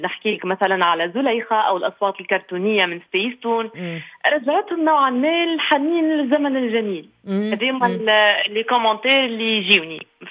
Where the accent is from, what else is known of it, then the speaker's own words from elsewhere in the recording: Tunisia; accent: Tunisian; كما نقولوا بلهجتنا التونسية